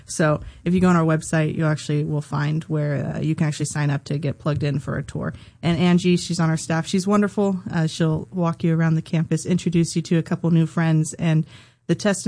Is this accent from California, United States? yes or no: yes; Santa Rosa, California, United States; moved away as an adult; now in Sacramento, United States; I am born and raised from Sonoma County. I grew up in Santa Rosa predominantly, and so coming out here to Sacramento, I just felt like God was calling me out here. And so now, obviously, I've been here about a year.